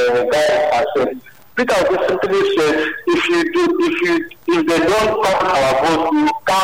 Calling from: Kenya; I'm calling from Kenya.

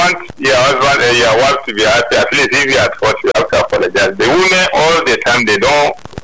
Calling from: Lagos, Nigeria; Calling from Ikotun.

